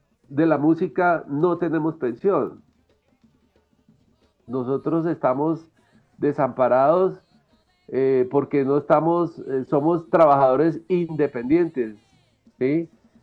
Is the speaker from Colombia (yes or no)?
yes; Colombia; Nosotros somos seres colombianos